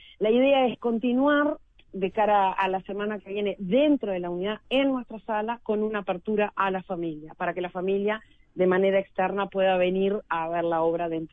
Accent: Uruguay; uno como uruguayo

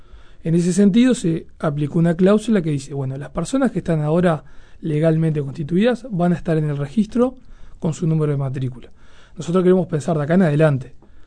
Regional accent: Uruguay; uno como uruguayo

